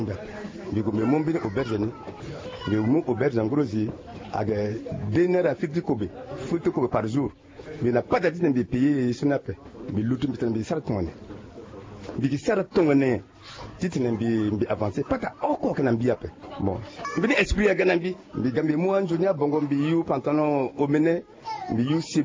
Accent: Central African Republic; moi je suis de Centrafrique

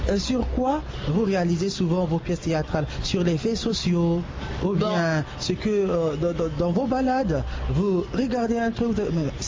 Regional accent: Bangui, Central African Republic; un groupe théâtral de chez moi, à Bangui

